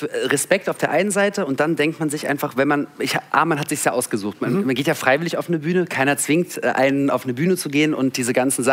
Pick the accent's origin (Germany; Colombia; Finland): Germany; Berlin; born or raised there